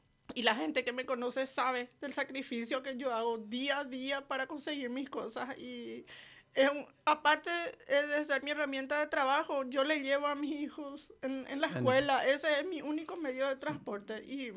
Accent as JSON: {"language": "Spanish", "town": "Pedro Juan Caballero", "region": "Amambay", "country": "Paraguay", "said": "Pedro Juan Caballero es lo más solidario que hay en este mundo, somos nosotros los pedrojuaninos."}